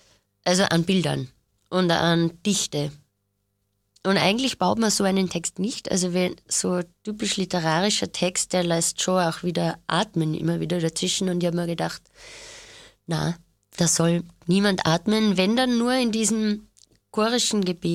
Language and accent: German; Mauthausen, Upper Austria, Austria; moved away as an adult; also born or lived in Linz; now in Vienna, Austria; Also ich bin in der Nähe von Linz aufgewachsen, Mauthausen, und bin halt in Linz in die Schule gegangen, ins Stiftergymnasium, in den Musikschwerpunkt.